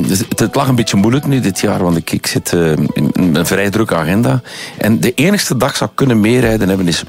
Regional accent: East Flanders, Belgium; born there; En Greg van Avermaat is toch wel een streekgenoot van mij. Hè? Van waar ik geboren ben, bedoel ik. In de streek van Temse Hamme.

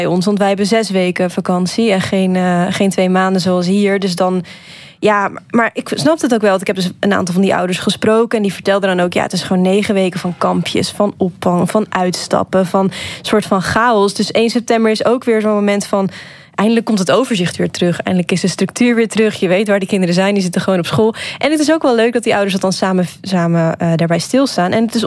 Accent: Netherlands; Maar ja, dat is voor mij als Nederlander toch alweer iets bijzonders. Want zo'n collectief moment op 1 september, dat kennen wij niet in Nederland.

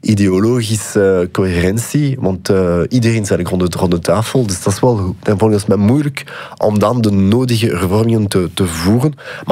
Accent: Wallonia, Belgium; Dutch is a second language; now in Brussels, Belgium; Aanvankelijk kom ik uit Wallonië, waar het Nederlands echt een vreemde taal is. Mm-hmm. Dus toen ik hier in Brussel aankwam, kon ik eigenlijk geen sikkepit worden in het Nederlands spreek.

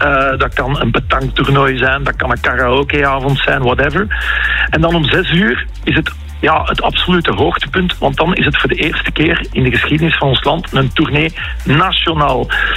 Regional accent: Leuven, Flanders, Belgium; ik ben een Leuvenaar, dus dan weet je het meestal wel. Hè. Ik ben een beetje een Stella-boy, dat gaat er toch niet uit. Ik ben opgegroeid met de bierwalm, elke keer als ze aan het stoken waren van de Stella.

